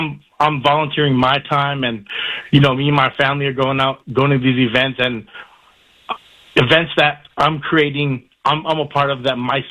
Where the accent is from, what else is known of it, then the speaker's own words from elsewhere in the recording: San Francisco, California, United States; also born or lived in Daly City; I grew up in San Francisco. I also grew up in Daly City, and I have a lot of pride for both cities. And Daly City actually has been very welcoming to me and my family.